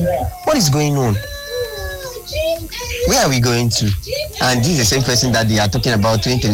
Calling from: Port Harcourt, Rivers, Nigeria

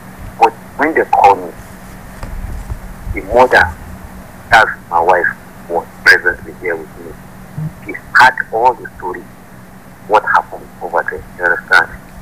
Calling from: Angola; I'm calling from Angola.

